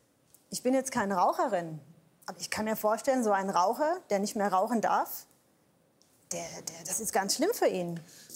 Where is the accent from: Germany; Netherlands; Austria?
Germany; wir kommen aus Deutschland, machen hier Urlaub